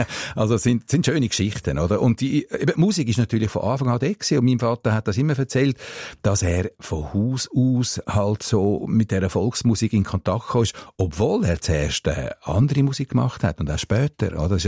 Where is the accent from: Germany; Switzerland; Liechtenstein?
Switzerland; Ticino; Ich bin eigentlich ein Tessiner, oder?